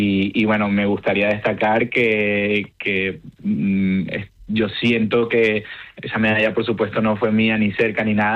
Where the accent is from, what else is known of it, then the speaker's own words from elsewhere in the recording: Caracas, Capital District, Venezuela; born there; primero quisiera aclarar que aunque que nací en Caracas, soy español de origen.